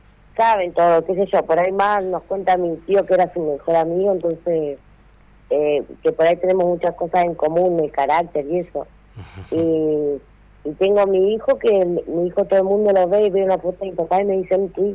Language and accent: Spanish; Trelew, Chubut, Argentina; yo crecí acá en Trelew